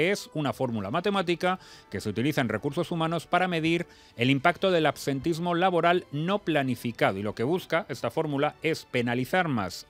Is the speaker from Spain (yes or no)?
yes; Castile and León, Spain; Buenas noticias para mi tierra.